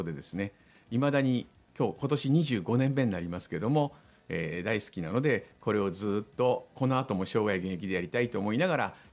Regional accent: Sapporo, Hokkaido, Japan; moved away as an adult; also born or lived in Tokyo; 私は生まれも育ちも札幌なんですけども、大学卒業後に就職先の本社が東京だったので、そちらに行ってから10年間東京におりました。で、どうしても地元に戻りたくて、戻ってきた

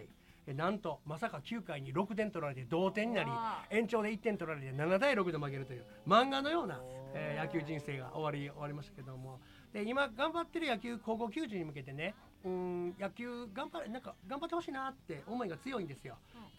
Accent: Kyoto, Japan; 京都生まれ京都育ちの … 。先週聞いていただいた方はご存知かもしれませんが、私今年で還暦というね、60歳になりました。

